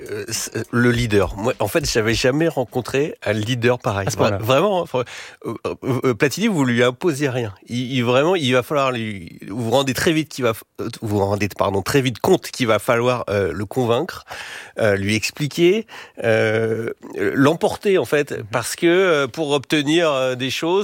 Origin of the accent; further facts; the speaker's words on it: France; Et moi, en tant que Français, c'est vrai que je ne savais pas.